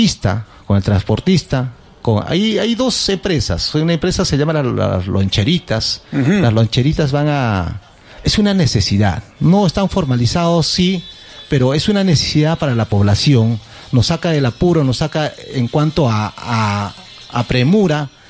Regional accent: El Cural, Arequipa, Peru; Yo soy del Curral

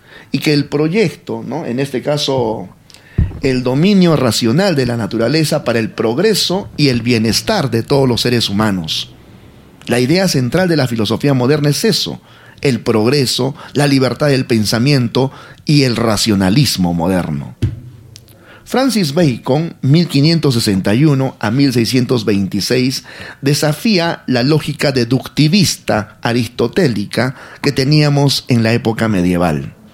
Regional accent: Peru; acá es el Perú

